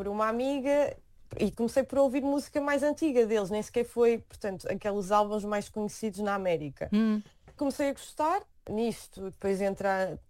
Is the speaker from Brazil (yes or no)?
no; Portugal; moved away as an adult; now in South Korea